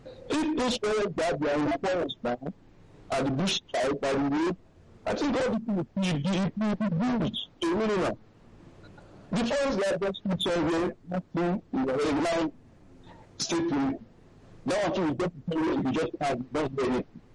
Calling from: Nigeria; I'm calling from Jobega.

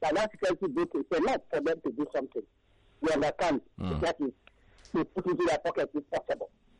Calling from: Lagos, Nigeria; I'm calling from Abang again, Ekotun.

